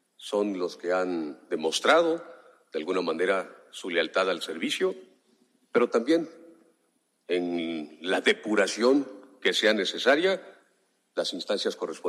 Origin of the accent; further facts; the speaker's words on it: Juchitán de Zaragoza, Oaxaca, Mexico; Estoy en mi lengua materna para saludar así a toda la gente de mi ciudad, Juchitán de Zaragoza, al Istmo de Tehuantepec